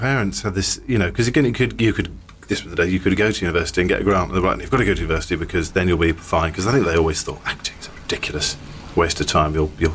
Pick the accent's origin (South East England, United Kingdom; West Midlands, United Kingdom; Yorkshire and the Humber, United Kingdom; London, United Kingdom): South East England, United Kingdom; also born or lived in Manchester; Yeah, it was a tiny village I grew up in Hampshire. There were two boys in my year.